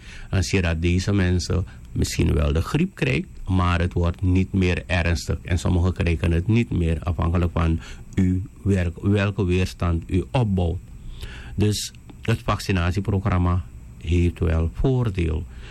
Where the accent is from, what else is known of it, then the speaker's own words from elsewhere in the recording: Suriname; Wij als Surinamers